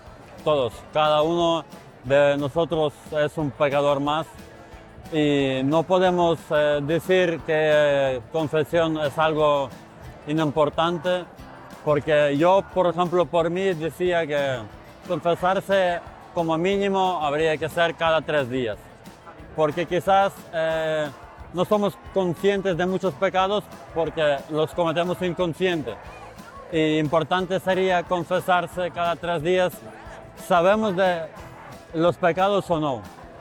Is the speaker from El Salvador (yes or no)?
no; Ukraine; now in Spain; soy de Ucrania y vengo a Medjugorje de España esta vez.